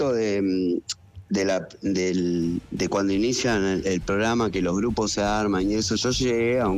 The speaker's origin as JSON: {"language": "Spanish", "country": "Argentina", "said": "soy argentino"}